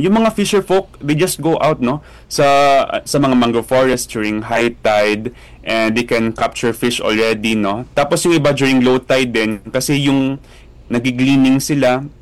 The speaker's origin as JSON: {"language": "Tagalog", "town": "Talisay", "region": "Negros Island Region", "country": "Philippines", "said": "I'm from Talisay City, Negros Occidental po. I'm from Negros."}